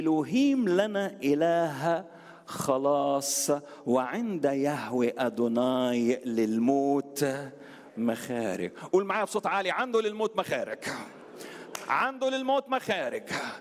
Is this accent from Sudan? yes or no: no; Alexandria, Alexandria Governorate, Egypt; عندنا في اسكندرية في سيدي بشر شارع الجمعية، شارع الجمعية، كنا احنا في شارع الشهيد